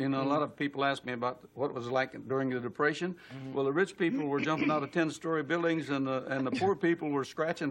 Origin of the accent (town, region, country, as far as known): Portsmouth, Ohio, United States; born there; moved away; also born or lived in Cincinnati, Ohio